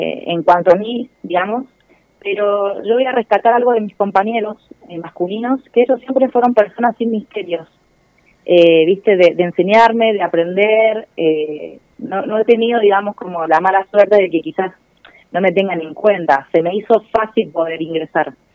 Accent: Santa Fe, Argentina; now in Mendoza, Argentina; Sí, en Mendoza. Somos, por ejemplo, soy la única santafesina, la única argentina

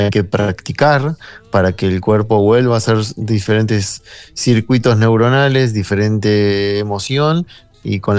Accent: Argentina; born there; moved away; nací ahí, hace muchos años no vivo en Argentina, pero me encanta ir, voy una o dos veces por año

